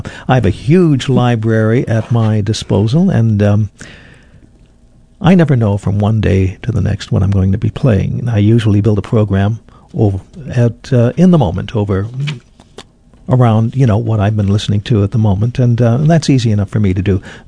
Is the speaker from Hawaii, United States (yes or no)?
yes; Honolulu, Hawaii, United States; friends of ours in Makiki, my hometown.